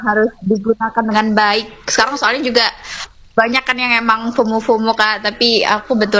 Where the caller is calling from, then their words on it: Lamongan, East Java, Indonesia; Aku asalnya dari Lamongan dan sekarang lagi ada kegiatan di luar kota, tepatnya di Jombang.